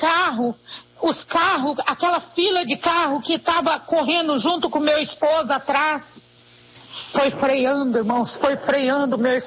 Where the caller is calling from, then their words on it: Coxim, Mato Grosso do Sul, Brazil; Sou aqui do Mato Grosso do Sul, da cidade de Coxim.